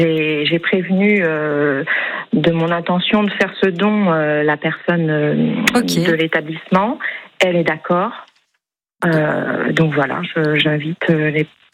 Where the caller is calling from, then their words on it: Pays de la Loire, France; je vous appelle depuis Saint-Pluche-sur-Loire, qui est une commune limitrophe de Nantes.